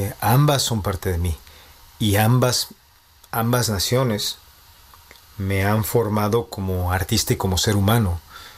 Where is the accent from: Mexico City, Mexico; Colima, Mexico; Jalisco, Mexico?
Mexico City, Mexico; accent: Mexico City; also born or lived in Tamaulipas; now in Czech Republic; si me escuchas hablar, pues mi acento parece más de la Ciudad de México que de Tamaulipas, porque viví gran parte de mi vida ya prácticamente hasta que me mudé a la República Checa.